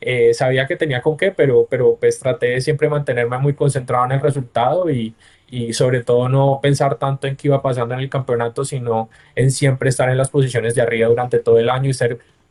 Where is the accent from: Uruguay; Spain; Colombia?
Colombia; llevar la bandera de Colombia en las pistas del mundo.